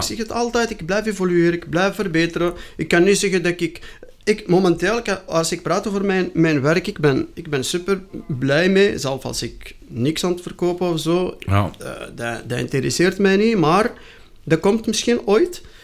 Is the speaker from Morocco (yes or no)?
yes; Morocco; moved away; Ik ben Marokkaan, hè.